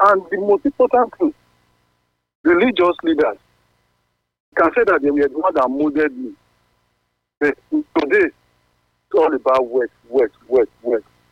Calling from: Asaba, Delta, Nigeria; I'm calling from Asaba.

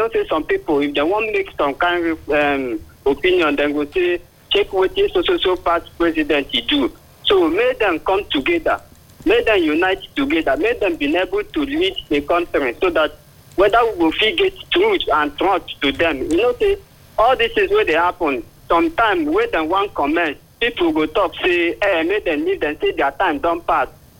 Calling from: Edo, Nigeria; I'm calling from Mutoka community in Ovia East.

